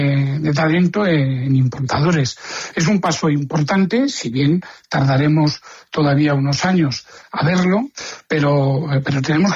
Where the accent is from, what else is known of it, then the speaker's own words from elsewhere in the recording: Aragon, Spain; born there; hay que ser muy muy agradecido a la tierra que te ha visto nacer y que entre todos tenemos que hacer un Aragón, ¿no?, más grande